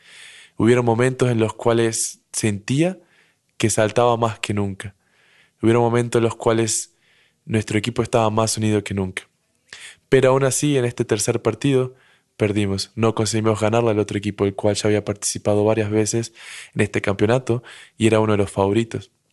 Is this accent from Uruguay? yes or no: yes; Rocha, Uruguay; soy de Rocha, una ciudad pequeña de aproximadamente 20.000 personas en Uruguay.